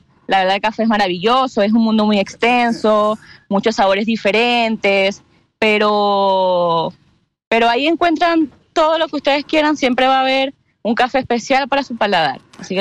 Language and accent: Spanish; Venezuela; now in Chile; Sí, soy venezolana, sí.